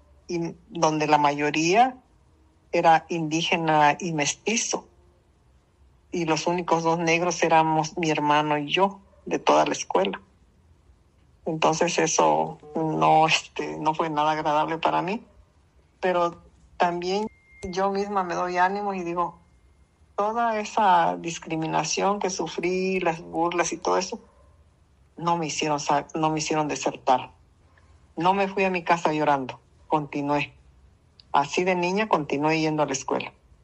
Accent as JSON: {"language": "Spanish", "town": "Pinotepa Nacional", "region": "Oaxaca", "country": "Mexico", "tie": "born or raised there", "lives_now": "El Ciruelo, Mexico", "said": "porque yo estudié en la ciudad de Pinotepa, yo vivo en el Ciruelo, me casé para acá, pero yo de niña estudié ahí en Pino."}